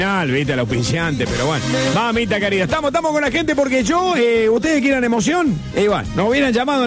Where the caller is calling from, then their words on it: Rauch, Buenos Aires Province, Argentina; me encantan los temas que pasan. Soy de Rauch, provincia de Buenos Aires, está lloviendo fuerte por acá, ¿eh?